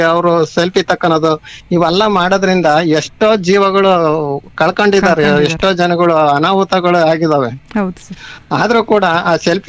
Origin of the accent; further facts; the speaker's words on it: Karnataka, India; ನಮ್ಮೂರಿಂದ Nyamathi 9 kilometre ಆಗುತ್ತೆ